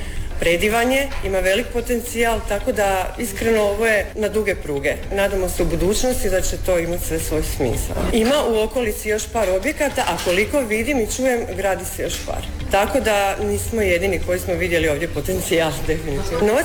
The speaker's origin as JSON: {"language": "Croatian", "town": "Đakovo", "region": "Osijek-Baranja County", "country": "Croatia", "said": "Ja sam baš iz Željka, iz Đakova sam inače, vlasnica sam kuće za najam u Mandićevci."}